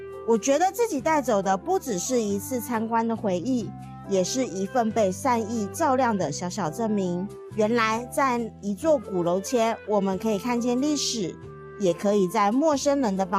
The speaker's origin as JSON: {"language": "Chinese", "country": "Taiwan", "lives_now": "Shenzhen, China", "said": "我来自台湾，在深圳生活了第八年，这些年啊，在大陆工作和生活"}